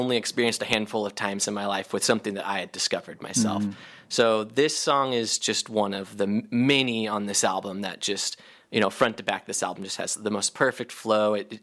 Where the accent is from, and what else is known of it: Nevada County, California, United States; born or raised there; now in San Francisco Bay Area, United States